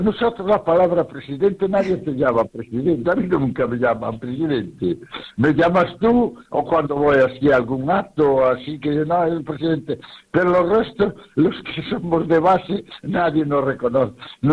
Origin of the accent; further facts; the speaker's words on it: Redondela, Galicia, Spain; como soy un amante de mi pueblo y sí. Sabes que Redondela hay muchas actividades lúdicas y de cultura y de todo eso